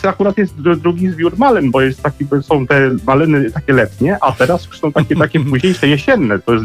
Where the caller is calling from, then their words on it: Gdańsk, Pomeranian Voivodeship, Poland; z Gdańska dzwoni.